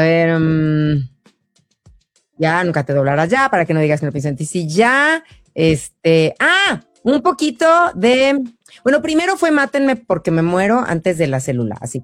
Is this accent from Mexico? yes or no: yes; Mexico